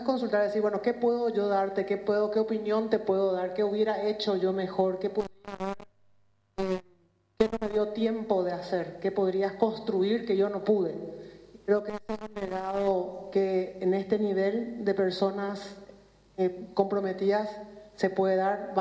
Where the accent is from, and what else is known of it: Paraguay